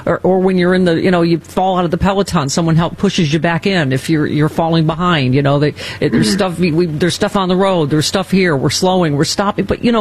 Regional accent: Buffalo, New York, United States; now in Southern California, United States; I'm from Buffalo, and people are like, oh, you like cold weather. I'm like, no, I do not.

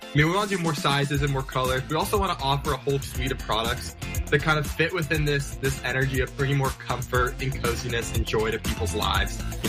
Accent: Seattle, Washington, United States; I'm 22. I'm from Seattle, Washington, and I'm also the other co-founder of Pluffle.

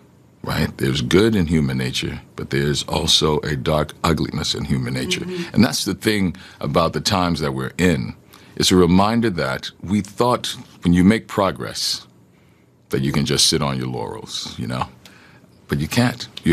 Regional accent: Louisiana, United States; And in my state, 45,000 people, I'm from Louisiana, 45,000 people had voted.

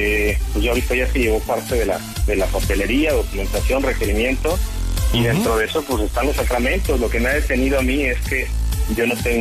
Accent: Mexico City, Mexico; now in Monterrey, Mexico; Sí, es regia, ¿no? Yo soy de la Ciudad de México.

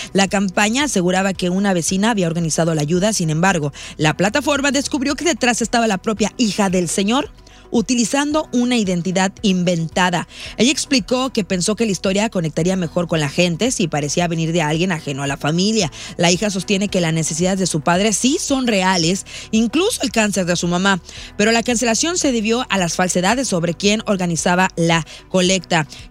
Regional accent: Mexico; uno como mexicano hace caldo

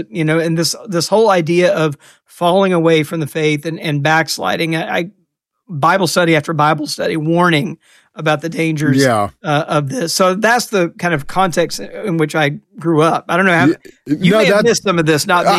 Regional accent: Deep South, United States; born or raised there

